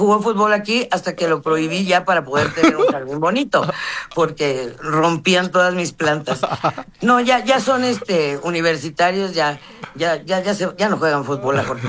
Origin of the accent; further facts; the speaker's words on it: Mexico; los mexicanos nos gusta también esto de cambiarnos de camiseta cuando hace falta